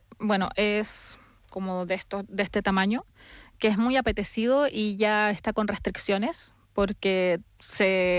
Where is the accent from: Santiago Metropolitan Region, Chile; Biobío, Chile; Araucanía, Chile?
Biobío, Chile; Concepción; now in Spain